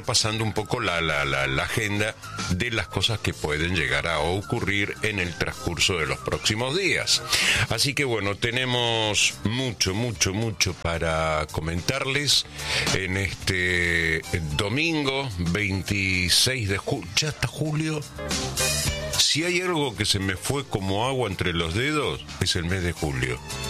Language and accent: Spanish; Argentina; yo no recuerdo que acá en mi país, en la República Argentina, la gente de color negro tuvieran que ir a mear a baños exclusivos para negros